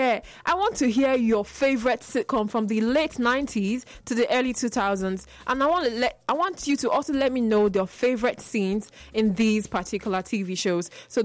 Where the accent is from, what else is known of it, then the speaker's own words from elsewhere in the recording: Nigeria; I have free will as a Nigerian.